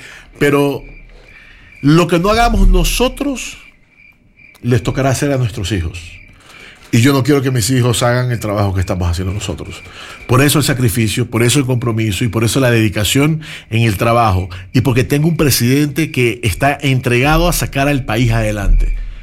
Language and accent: Spanish; Ecuador